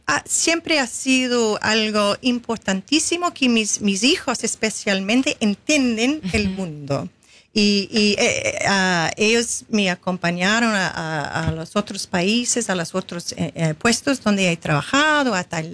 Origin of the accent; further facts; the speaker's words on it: Sydney, New South Wales, Australia; Spanish is a second language; moved away; also born or lived in South Australia; Bueno, yo nací en Sydney y yo viví en Sydney hasta a los 11 años. Después mi familia se trasladó al sur, South Australia.